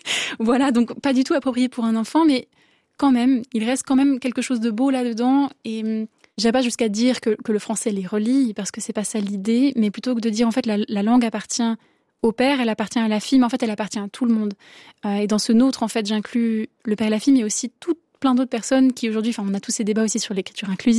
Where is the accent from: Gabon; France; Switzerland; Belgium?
Switzerland; Romandy; et aussi en tant que Suisse, que Suisse romande.